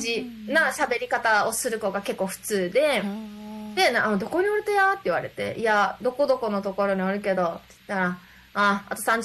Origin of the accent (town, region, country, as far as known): Kyushu, Japan; born or raised there